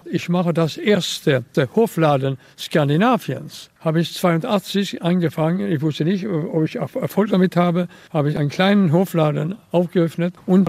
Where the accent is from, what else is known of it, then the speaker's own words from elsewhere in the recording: Malmö, Skåne, Sweden; born there; German is a second language; Ich bin in der Stadt Malmö geboren. So keine in meiner Generation waren Landwirt.